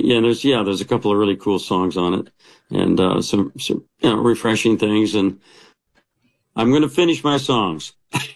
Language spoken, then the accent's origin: English; Midwest, United States; But I love that part of the world though, when the leaves start to change. And I'm a Midwesterner at heart. Yeah, I really am.